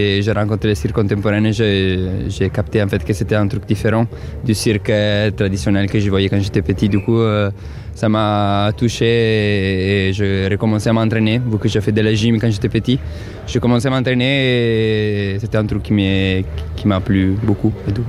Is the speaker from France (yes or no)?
no; northern Italy, Italy; French is a second language; Moi je viens d'Italie aussi, du nord d'Italie.